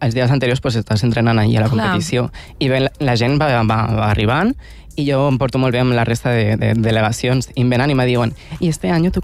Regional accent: Calafell, Catalonia, Spain; jo estudiava al meu poble, jo estudiava a Calafell

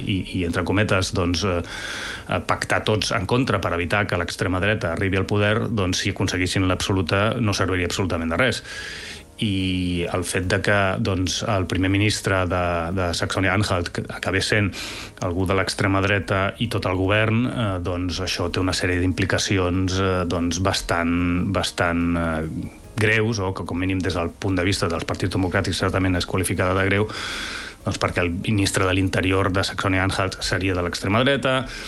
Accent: Catalonia, Spain; moved away as an adult; now in Berlin, Germany

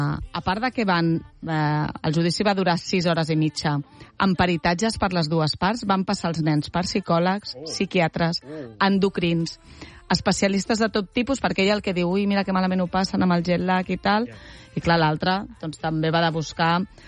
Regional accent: Catalonia, Spain; Com som els catalans, ens contentem, eh?

